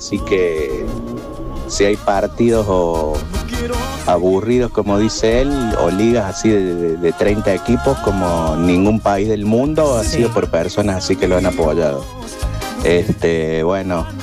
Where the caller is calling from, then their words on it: Argentina; de Kennedy.